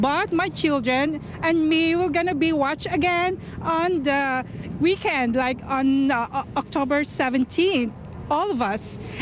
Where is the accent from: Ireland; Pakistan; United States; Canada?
Canada; Edmonton, Alberta; All the way from Edmonton.